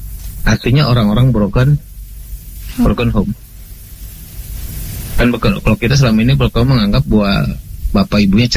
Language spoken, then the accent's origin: Indonesian; West Sumatra, Indonesia; karena saya orang Sumatera Barat.